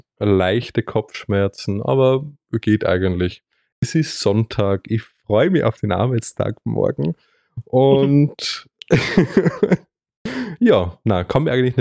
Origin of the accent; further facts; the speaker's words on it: Innsbruck, Tyrol, Austria; accent: Tyrolean; ich bin aus Innsbruck.